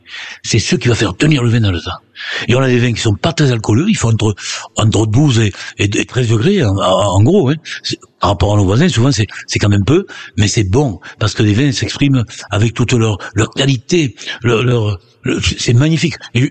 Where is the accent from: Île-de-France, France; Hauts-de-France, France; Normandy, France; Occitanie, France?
Occitanie, France; Marcillac-Vallon; Chez nous, à Marcillac